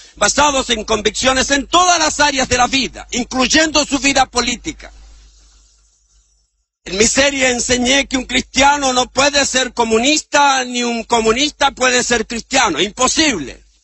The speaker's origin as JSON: {"language": "Spanish", "country": "Chile", "said": "en mi país, en Chile"}